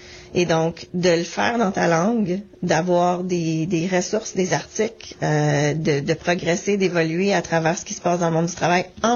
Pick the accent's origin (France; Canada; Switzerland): Canada; our province, Manitoba; first language French; notre province était en train de faire des consultations au niveau de devenir une province véritablement bilingue